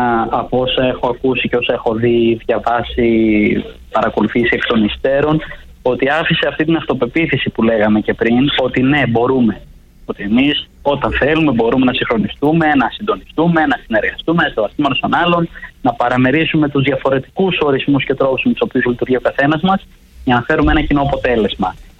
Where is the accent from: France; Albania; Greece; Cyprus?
Greece